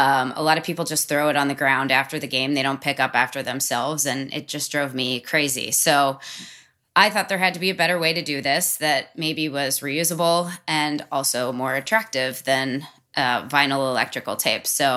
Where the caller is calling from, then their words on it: Indio, California, United States; I'm calling from Indio, California